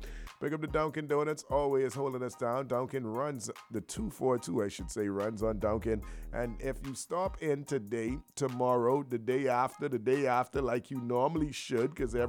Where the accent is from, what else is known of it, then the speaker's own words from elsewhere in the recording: Bain Town, New Providence, Bahamas; I like walking through the hoods that I grew up in, the hoods that I used to hang out in. I am from Bayonetown. I love hanging out in the Grove. I love hanging out in Fox Hill, Camp Road, these places.